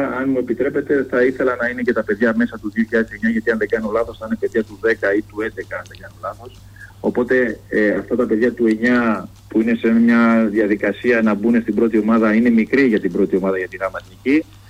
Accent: Kozani, Western Macedonia, Greece; είμαι και πάνω από την Κοζάνη

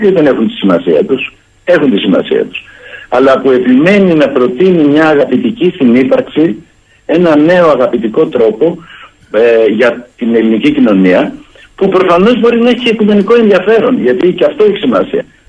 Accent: Greece

